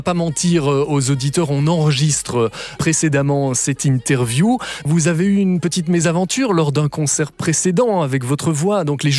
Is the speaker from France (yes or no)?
no; Belgium; chez nous, en Belgique